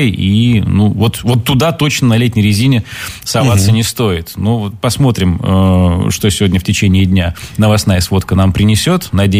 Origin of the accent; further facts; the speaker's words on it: Urals, Russia; Ну, понятно, что стойко. Мы ж уральцы